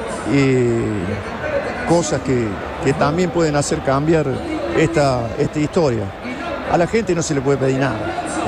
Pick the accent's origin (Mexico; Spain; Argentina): Argentina; Córdoba; Yo soy de Córdoba.